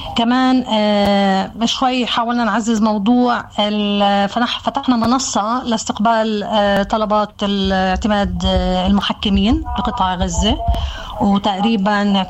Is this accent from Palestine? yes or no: yes; Palestine; الإشكاليات الطارئة اللي إحنا كمجتمع فلسطيني يمكن مش متعودين عليها